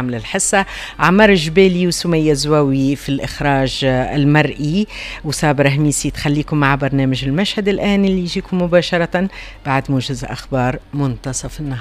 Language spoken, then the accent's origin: Arabic; Tunisia; نحن ننتمي لتونس وهي كذلك.